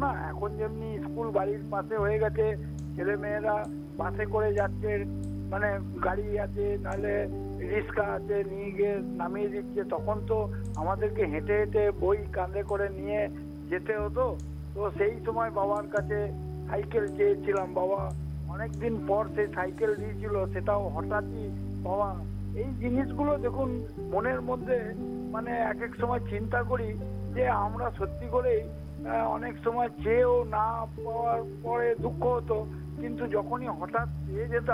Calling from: Budbud, West Bengal, India; আমি পশ্চিমবঙ্গের পূর্ব বর্ধমান জেলার বুধবুদ থেকে

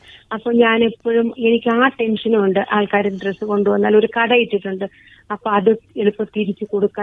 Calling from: Karavila, Kerala, India; ഞാൻ കരവിലയിൽ നിന്നാണ് വിളിക്കുന്നത്.

